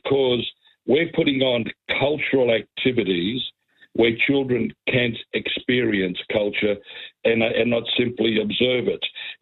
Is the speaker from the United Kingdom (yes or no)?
no; Francavilla di Sicilia, Sicily, Italy; now in Brisbane, Australia; given that I was born in Italy, I was born in Sicily, in a little place called Francavilla on the eastern slopes of Mount Etna near Taormina.